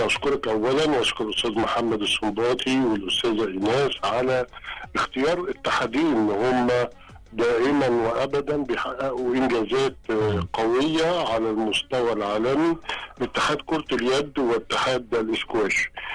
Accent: Egypt; واحنا مصريين،

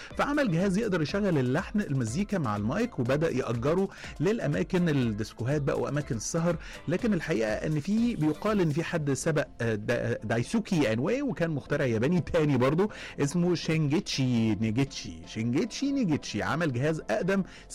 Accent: Egypt

